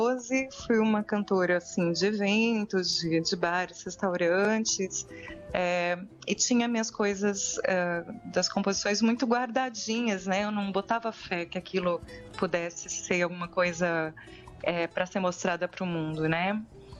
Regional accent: Santo André, São Paulo, Brazil; now in São Paulo, Brazil; Eu sou do ABC, sou lá de Santo André e eu me mudei para São Paulo em 2000.

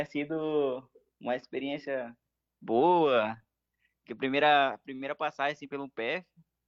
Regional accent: Tabatinga, Amazonas, Brazil; Sou de Tabatinga, Sainz.

